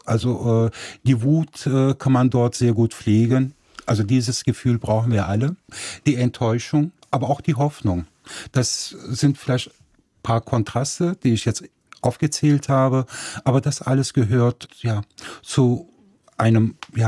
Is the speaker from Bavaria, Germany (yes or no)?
no; Nettetal, North Rhine-Westphalia, Germany; die gab es auch bei uns in Nettetal, weil mein Vater hatte die Kneipe auf der Breilerstraße, mein Onkel hatte das Bordell Jaguar im Stadtteil Bracht, das auch zu Nettetal gehört.